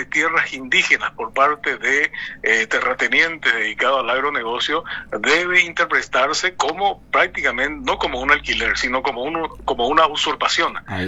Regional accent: Paraguay; como norteño, como hombre de tierra adentro, hombre del interior del país

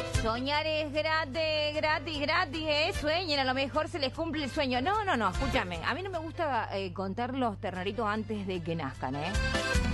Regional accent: Córdoba, Argentina; No soy de Belgrano, pero soy cordobés.

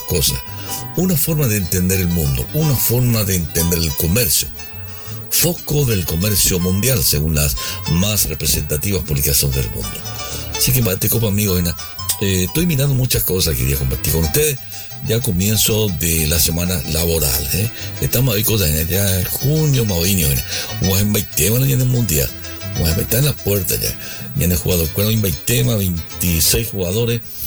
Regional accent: Paraguay; Como paraguaya, también un orgullo enorme poder ser una embajadora de nuestra cultura, de nuestra gente

